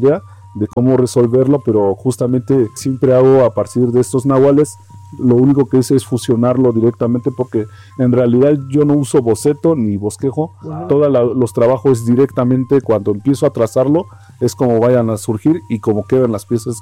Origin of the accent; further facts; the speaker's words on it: Oaxaca, Mexico; first language Mazatec; Spanish is a second language; un saludo en mi lengua materna, es la lengua mazateca del estado de Oaxaca, principalmente en la Sierra Mazateca.